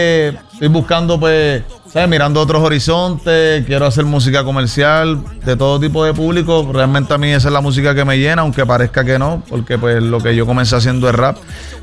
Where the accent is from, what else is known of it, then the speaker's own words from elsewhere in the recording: Cataño, Puerto Rico; Yo soy nacido y criado en Puerto Rico